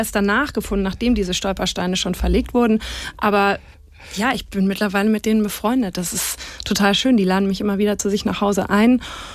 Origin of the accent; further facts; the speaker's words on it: Hesse, Germany; dass es in meinem Ort, ich komme aus Hessen, aus der Rhön, aus einem kleinen Ort, dass es da eine jüdische Geschichte gab